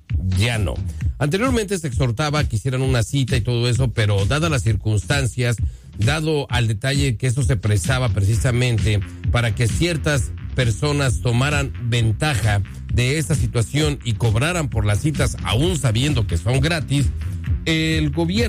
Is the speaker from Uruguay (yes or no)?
no; Mexico; se lo dice su servidor como mexicano, que sabemos que debido pues a la alta población que hay aquí de mexicanos